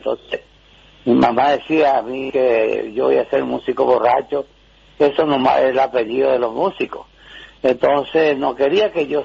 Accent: San José de los Arroyos, Caaguazú, Paraguay; also born or lived in Itacurubí; yo nací en Itacurubí y entre San José de los Arroyos. La frontera, mi casa estaba en Itacurubí y mi baño estaba en San José.

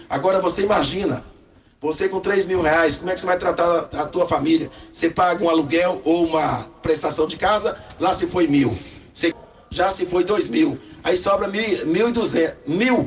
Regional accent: Brazil

